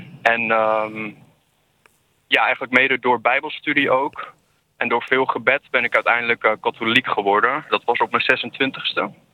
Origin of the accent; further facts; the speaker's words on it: Wierden, Overijssel, Netherlands; also born or lived in Almelo; Ja, ik ben een geboren Twentenaar, dus ik kom uit Almelo. En voordat ik 1 jaar oud was, zijn mijn ouders naar Wierden verhuisd.